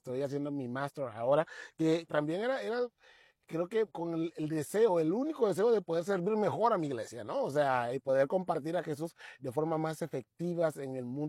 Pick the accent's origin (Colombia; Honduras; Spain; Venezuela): Honduras; yo soy hondureño, ¿no? Soy hondureño, soy pastor